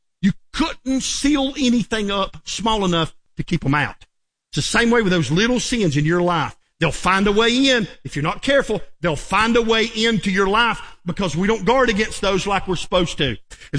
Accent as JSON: {"language": "English", "region": "North Carolina", "country": "United States", "said": "I'm from North Carolina. I ain't used to hearing moose jump in the creek."}